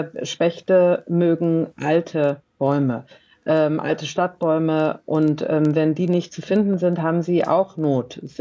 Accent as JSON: {"language": "German", "town": "Cologne", "region": "North Rhine-Westphalia", "country": "Germany", "said": "Ich komme ja aus Köln."}